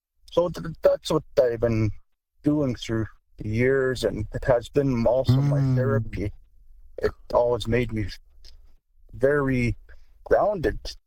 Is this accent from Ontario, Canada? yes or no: no; Alberta, Canada; I'm from the Blood Tribe, and I come from Small Blankets or Small Robes clan. But I'm not fluent, but I know some Blackfoot.